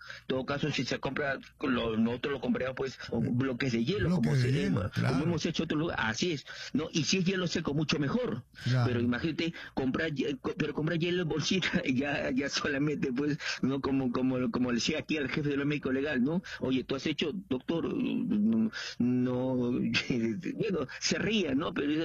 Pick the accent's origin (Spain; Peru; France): Peru; Ica; yo vengo de la provincia de Ica